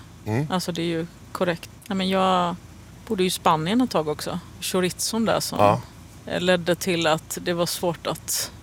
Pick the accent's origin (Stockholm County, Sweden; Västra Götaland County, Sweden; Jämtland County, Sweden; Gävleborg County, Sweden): Västra Götaland County, Sweden; Gothenburg; accent: Gothenburg; Jag har fått höra det av andra. Alltså att min göteborgska är